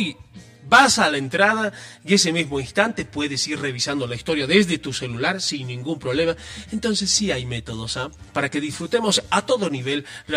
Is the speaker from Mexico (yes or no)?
no; Bolivia; nos representa como bolivianos